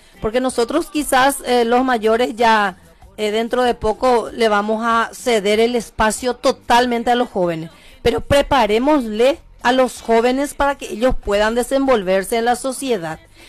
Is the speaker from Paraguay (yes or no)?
yes; Carapeguá, Paraguarí, Paraguay